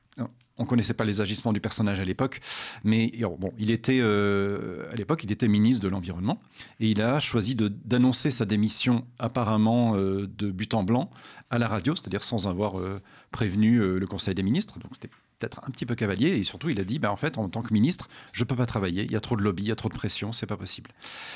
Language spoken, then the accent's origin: French; Clermont-Ferrand, Auvergne-Rhône-Alpes, France; born there; also born or lived in Lyon / Paris; Moi, je suis auvergnat, je suis né à Clermont, j'ai fait certes des études à Lyon et à Paris, je suis revenu à Clermont.